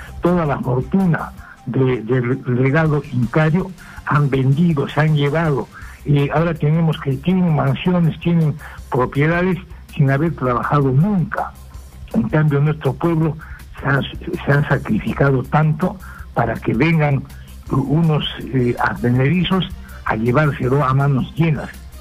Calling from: Lima, Peru; Estoy llamando de Lima

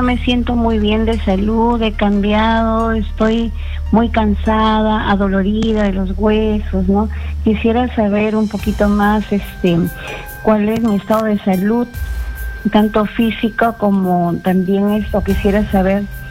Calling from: Ica, Peru; Estoy llamando de Ica

